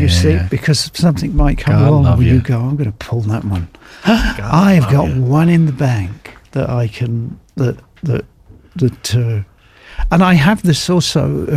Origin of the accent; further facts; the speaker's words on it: Ireland; It's set in Ireland. And then I'm walking around talking to myself. And I'm Irish, you know.